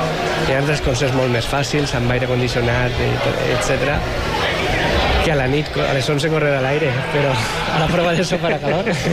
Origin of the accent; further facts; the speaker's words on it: Xàtiva, Valencian Community, Spain; born there; Jo vaig néixer aquí, així al costat de la Font de Lleó, dos dies abans de la fira